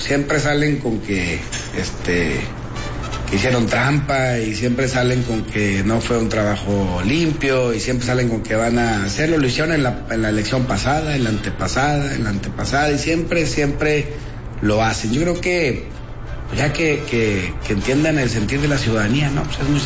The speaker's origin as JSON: {"language": "Spanish", "region": "Coahuila", "country": "Mexico"}